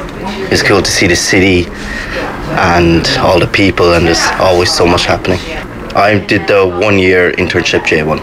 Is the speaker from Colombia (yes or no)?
no; Munster, Ireland; moved away as an adult; now in New York City, United States; I am 24 years old and I'm from West Cork.